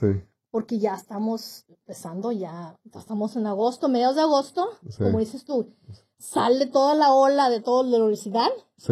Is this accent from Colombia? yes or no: no; Chicago, Illinois, United States; born there; porque yo soy mexicana. Yo nací en Estados Unidos, en Chicago. Hace un año me hice doble ciudadano.